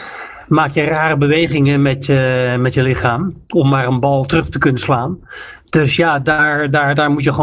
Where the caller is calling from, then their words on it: Utrecht, Netherlands; Utrecht. Ja, ik woon in Utrecht.